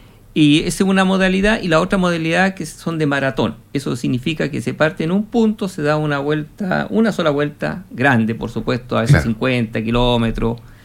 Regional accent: Iquique, Tarapacá, Chile; born there; moved away as an adult; si bien yo soy iquiqueño

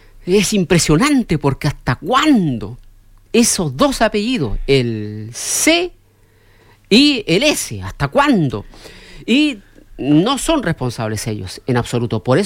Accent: Chile; para nosotros los chilenos

